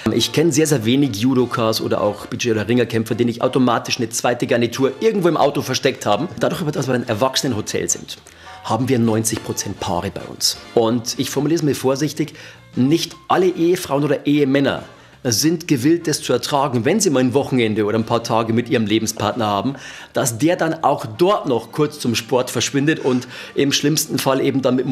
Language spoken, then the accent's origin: German; Bavaria, Germany; also born or lived in Bangkok; Ich bin geborener Niederbayer. Für mich war dann irgendwann der Punkt erreicht, wo ich gesagt habe, ich wollte wieder nach Hause.